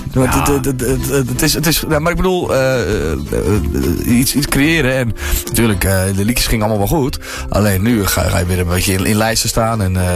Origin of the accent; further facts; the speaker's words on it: North Holland, Netherlands; Ik kom uit Noord-Holland, de kop van Noord-Holland. In die regio noemen we dat West-Friesland.